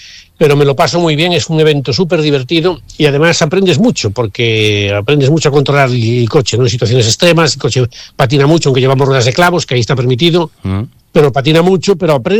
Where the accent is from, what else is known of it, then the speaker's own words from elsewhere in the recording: A Coruña, Galicia, Spain; siendo de La Coruña